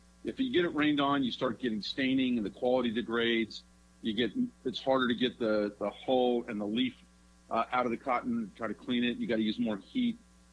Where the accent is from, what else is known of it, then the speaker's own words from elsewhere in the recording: Los Angeles, California, United States; born there; I was actually born in Los Angeles.